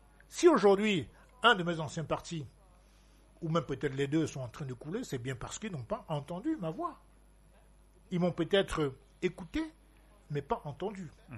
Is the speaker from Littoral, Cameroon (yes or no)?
no; West, Cameroon; je suis de l'Ouest, mais Camerounais avant tout.